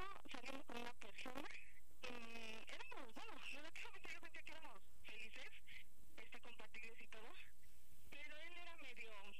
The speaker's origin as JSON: {"language": "Spanish", "region": "State of Mexico", "country": "Mexico", "said": "Tengo 35 años. Y soy del Estado de México."}